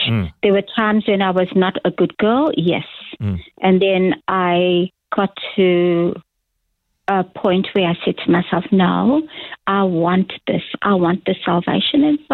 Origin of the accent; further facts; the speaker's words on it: Durban, KwaZulu-Natal, South Africa; I was born in Durban in 1958, uh-huh. And that's where I was raised, yeah.